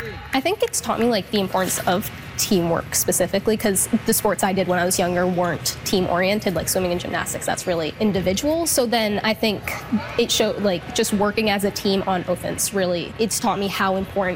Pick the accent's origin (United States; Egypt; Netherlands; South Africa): Egypt; now in Saskatchewan, Canada; I'm originally from Egypt